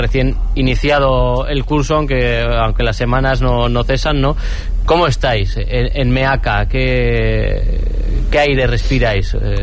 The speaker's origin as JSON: {"language": "Spanish", "town": "Pamplona", "region": "Navarre", "country": "Spain", "moved": "yes", "lives_now": "Irun, Spain", "said": "yo que soy de Pamplona"}